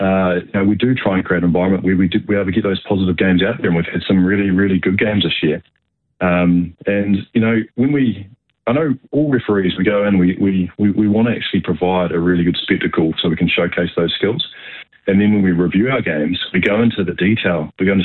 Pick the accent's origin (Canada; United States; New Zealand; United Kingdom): New Zealand; growing up in New Zealand, we grew up this sport.